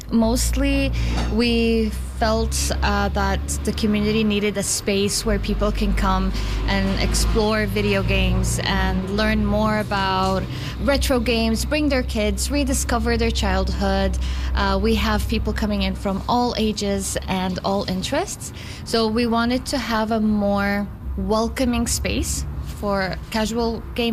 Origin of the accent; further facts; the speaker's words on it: Yemen; moved away; I grew up in Yemen. So the first time I picked up a video game, I was 16